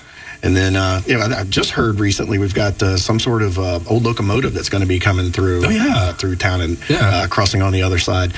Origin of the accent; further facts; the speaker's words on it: Southern US, United States; I grew up in the South in a really small town in the country